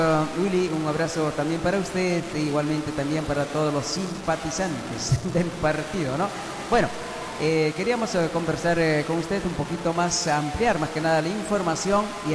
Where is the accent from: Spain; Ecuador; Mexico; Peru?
Peru; Cotabambas, Apurímac